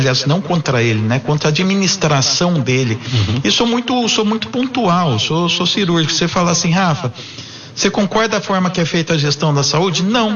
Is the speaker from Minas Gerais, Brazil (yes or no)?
no; São Paulo, Brazil; a nossa região, para o meu berço, né, onde eu nasci, cresci, sou criado, moro aqui